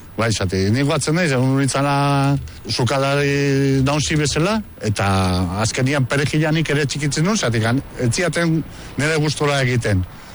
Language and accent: Basque; Basque Country, Spain; ni baukat patria, ni euskalduna naiz, eta puntxo, ez?